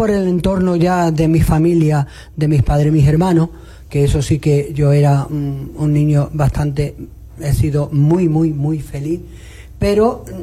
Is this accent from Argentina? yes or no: no; Punta Umbría, Andalusia, Spain; nací y me crié en Punta Umbría, Huelva, así que soy choquero.